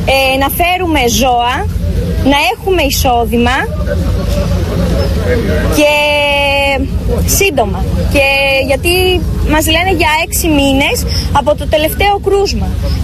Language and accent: Greek; Almyros, Thessaly, Greece; και είμαι κτηνοτρόφος από τον Αλμυρό Μαγνησίας.